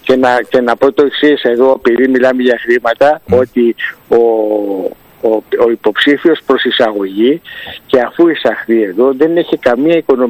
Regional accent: Kypseli, Greece

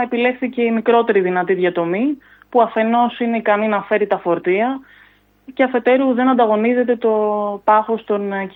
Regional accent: Nea Figalia, Western Greece, Greece; Είμαι μέλος του Συλλόγου γιατί κατάγομαι και από τη Νέα Φιγαλία.

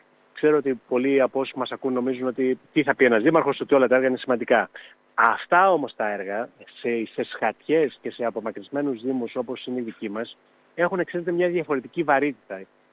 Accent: Argithea, Thessaly, Greece; born there; moved away; also born or lived in Athens; ακόμα και εγώ ίδιος άφησα την Αθήνα προκειμένου να έρθω στην γενέθλια έτσι, γη, στην ιδιαίτερη πατρίδα, στην Αργυθέα

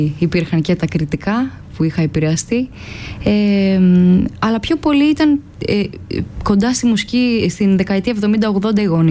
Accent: Chania, Crete, Greece; Ναι, γεννήθηκα στα Χανιά της Κρήτης, σε ένα σπίτι, σε μια πολύ τεκνική οικογένεια, με πάρα πολύ μουσική

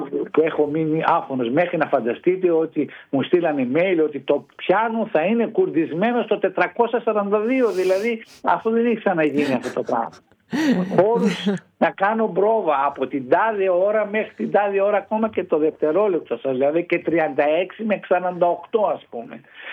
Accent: Heraklion, Crete, Greece

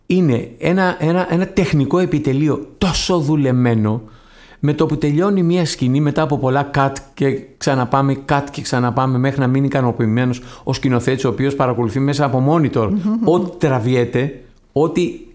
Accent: Athens, Attica, Greece; εγώ που μεγάλωσα στα Πατήσια

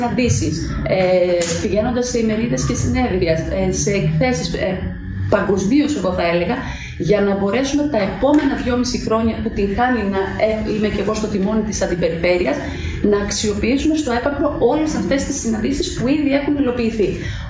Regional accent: Xanthi, Eastern Macedonia and Thrace, Greece; η Ξάνθη δεν είναι απλώς ο τόπος μου. Είναι ο τόπος που γεννήθηκα, μεγάλωσα, εργάζομαι και ζω καθημερινά μαζί με τους ανθρώπους της.

